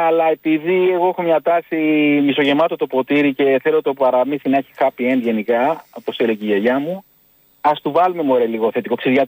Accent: Greece; Και εγώ πιστεύω ότι νομίζω πια σαν Έλληνες

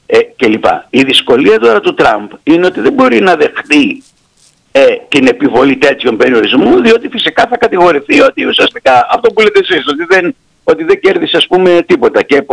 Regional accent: Greece; Διότι εμείς είμαστε κοντά απέναντι από την Αίγυπτο, ειδικά η Κρήτη

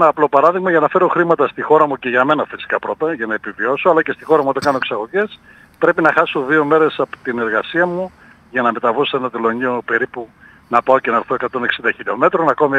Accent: Thessaly, Greece; moved away as an adult; also born or lived in United States; σε ηλικία 30 ετών, επέστρεψα στο χωριό μου, το οποίο είναι 150 κατοίκων, ένα μικρό χωριό στα σύνορα της στερεάς Ελλάδας με τη Θεσσαλία. Ουσιαστικά είμαστε μέσα στο Θεσσαλικό κάμπο.

